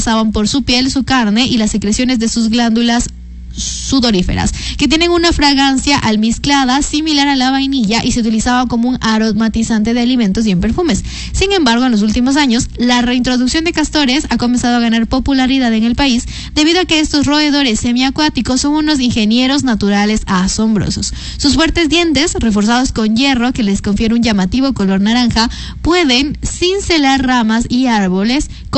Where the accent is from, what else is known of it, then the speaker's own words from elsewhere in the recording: Ecuador; nos distingue como ecuatorianos, tal vez como latinoamericanos un poco.